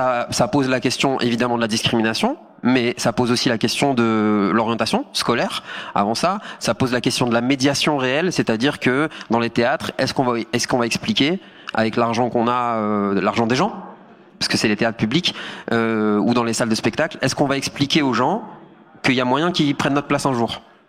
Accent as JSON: {"language": "French", "region": "Hauts-de-France", "country": "France", "said": "Moi, je viens du Nord, de la France."}